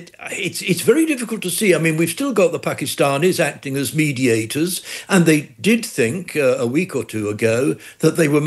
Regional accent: London, United Kingdom; I'm a Londoner, and like all Londoners, there is an election in the borough where I live.

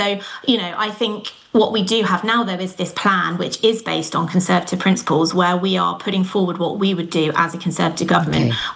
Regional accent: South West England, United Kingdom; And I'm from the South West.

